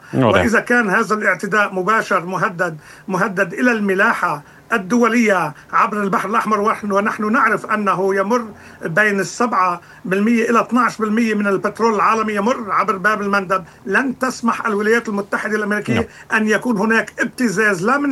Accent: Lebanon; مثل حزب الله عندنا في لبنان

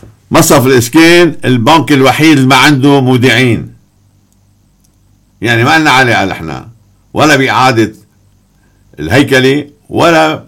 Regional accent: Lebanon; نحن كلبنانيين

